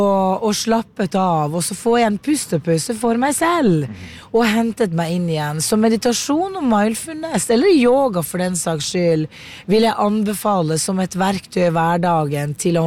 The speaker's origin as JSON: {"language": "Norwegian", "town": "Susendal", "region": "Nordland", "country": "Norway", "said": "Altså, jeg er jo fra Nord-Norge opprinnelig, selv om dialekten er litt utvannet."}